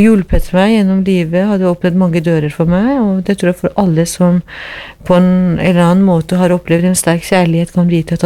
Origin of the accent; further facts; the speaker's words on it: Tehran, Tehran Province, Iran; Norwegian is a second language; moved away as an adult; now in Norway; Ja, jeg hadde utdannelse bak meg da jeg kom fra Teheran. Jeg var ferdig med artium og hadde første året på...